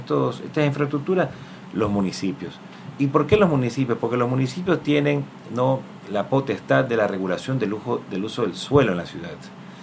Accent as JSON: {"language": "Spanish", "town": "Guayaquil", "region": "Guayas", "country": "Ecuador", "said": "somos los guayaquileños, pues."}